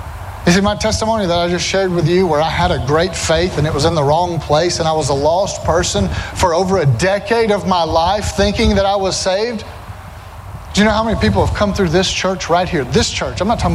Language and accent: English; Alabama, United States; I'm from Alabama. I'm gonna trip on my own tongue here and there.